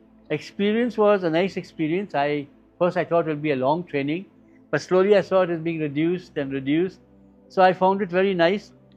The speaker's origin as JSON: {"language": "English", "town": "Kolkata", "region": "West Bengal", "country": "India", "said": "And since I was a vocation from Calcutta, so he treasured it a lot."}